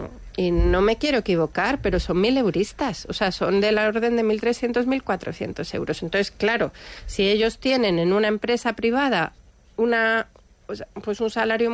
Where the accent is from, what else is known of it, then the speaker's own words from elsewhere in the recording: Community of Madrid, Spain; now in San Sebastián, Spain; yo soy madrileña, pero ahora ya donostiarra.